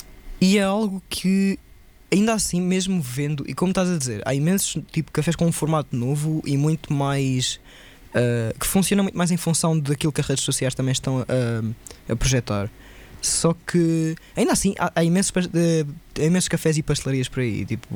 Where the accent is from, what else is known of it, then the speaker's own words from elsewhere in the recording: Portugal; enquanto portugueses